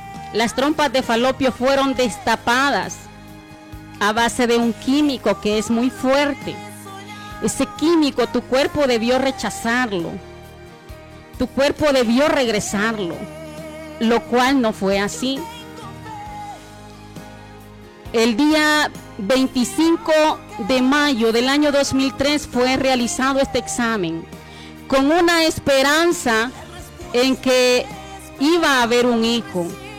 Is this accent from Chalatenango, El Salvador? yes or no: no; Berlín, Usulután, El Salvador; born there; moved away; me regreso a mi pueblo, me regreso a mi país, El Salvador. Y acá en la ciudad de Berlín